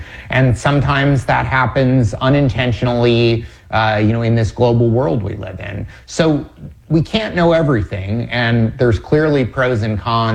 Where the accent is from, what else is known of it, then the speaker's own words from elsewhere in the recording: California, United States; in both Florida and in California, my home state